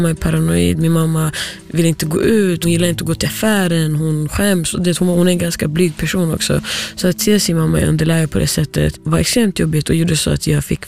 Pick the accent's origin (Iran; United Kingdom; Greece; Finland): Finland; Lohja, Uusimaa; born there; also born or lived in Norway